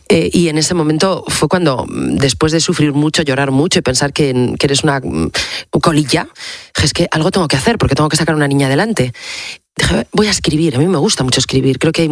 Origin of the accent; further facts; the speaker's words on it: Asturias, Spain; moved away; vengo de Asturias, de un pueblo de 1000 habitantes y mi padre carnicero.